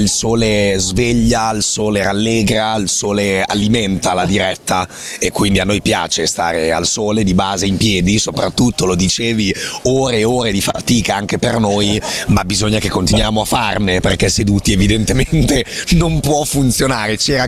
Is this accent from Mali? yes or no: no; Argentina; Italian is a second language; Essendo argentino mi verrebbe da dire Michela Mondarain